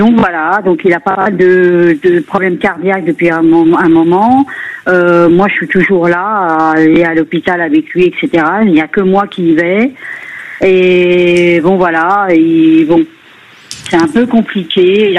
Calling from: Paris, Île-de-France, France

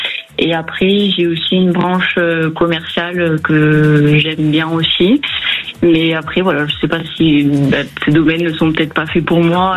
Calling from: Toulouse, Occitanie, France; De Toulouse.

